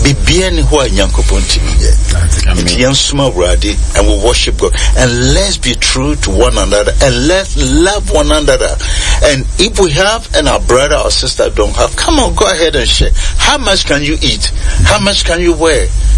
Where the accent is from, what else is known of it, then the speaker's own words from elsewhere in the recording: Yendi, Northern Region, Ghana; also born or lived in Tamale; I come from a very poor family. Even though my parents were shanties and I was raised up in Yendi and Tamale, but I served the Lord.